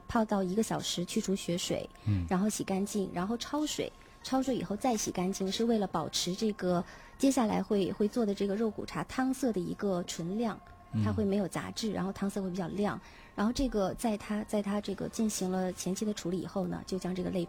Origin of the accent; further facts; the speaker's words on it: China; 我们中国人